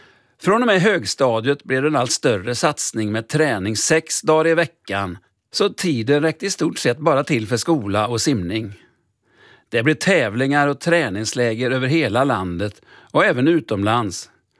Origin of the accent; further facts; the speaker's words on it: Lyrestad, Västra Götaland County, Sweden; moved away as an adult; also born or lived in Mariestad; now in Gothenburg, Sweden; närmare bestämt Lyrestad, eller Lyrsta som vi skaraborgare säger. Precis där vid Göta kanal är jag uppväxt tills jag var 16 år och familjen flyttade in till stan.